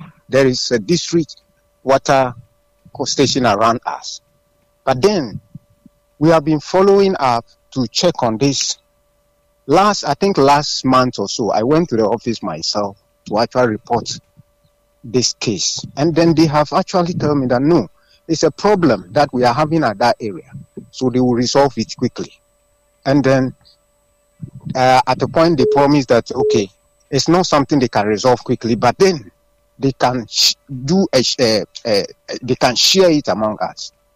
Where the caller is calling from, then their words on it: Ghana; I'm calling from Bichili.